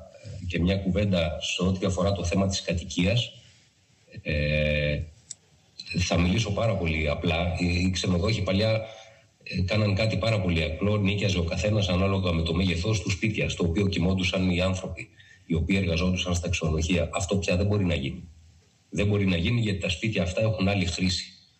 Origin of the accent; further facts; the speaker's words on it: North Aegean, Greece; όσο είπα και εγώ νησιώτης, είμαι από το Βόρειο Αιγαίο.